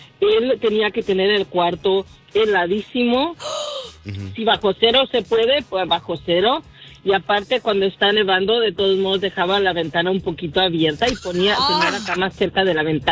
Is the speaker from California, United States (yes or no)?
yes; California, United States; Y yo soy de California, no sí. De aquí.